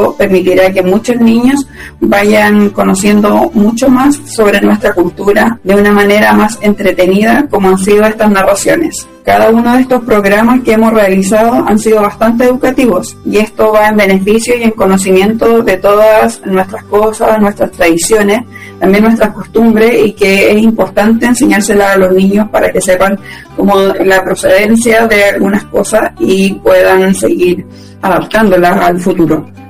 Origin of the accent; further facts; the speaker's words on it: Chile; lo que tenemos y que nos caracteriza como chilenos.